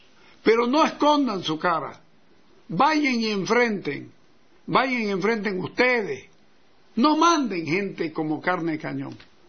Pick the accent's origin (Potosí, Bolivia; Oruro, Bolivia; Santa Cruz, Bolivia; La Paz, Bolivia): Santa Cruz, Bolivia; soy un convencido que Santa Cruz es mi patria y Bolivia es mi país. Y que es difícil ser boliviano siendo cruceño.